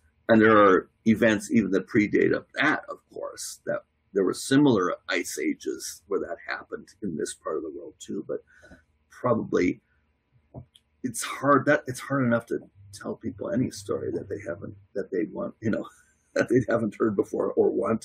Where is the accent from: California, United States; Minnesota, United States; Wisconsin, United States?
Minnesota, United States; moved away; Where I'm from, Minnesota, it's just like, you know, Arctic.